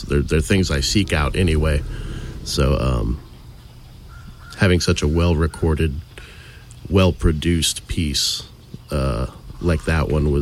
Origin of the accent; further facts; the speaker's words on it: Lafayette, Louisiana, United States; I'm a bassist, composer, and touring musician based in Lafayette, Louisiana, my hometown.